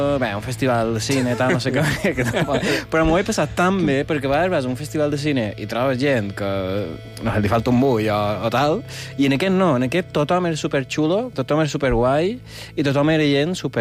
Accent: Balearic Islands, Spain; Però bé, no van fer res, perquè com que som mallorquins, doncs...

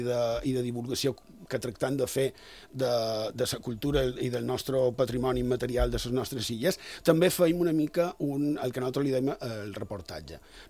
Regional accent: Palma, Balearic Islands, Spain; jo som de ciutat, som de Palma, però vaig tenir la sort d'haver viscut també part de la meva infantesa a la ruralia.

